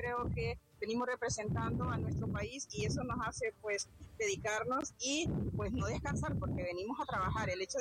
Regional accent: Honduras; nosotros como hondureños

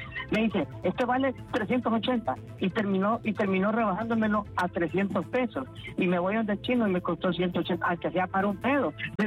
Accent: Honduras; Entonces, yo soy hondureño.

